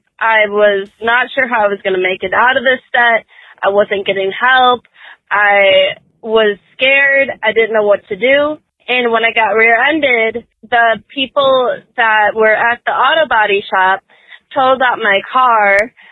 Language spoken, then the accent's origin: English; Wisconsin, United States; moved away; also born or lived in Florida; I was living in Florida for a minute. I'm originally from Wisconsin and I was living in Florida.